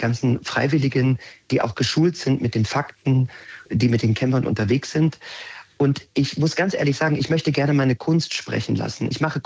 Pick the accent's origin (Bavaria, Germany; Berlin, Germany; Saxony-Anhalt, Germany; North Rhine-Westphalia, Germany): Saxony-Anhalt, Germany; Magdeburg; gerade ich als Magdeburger und Sachsen-Anhaltiner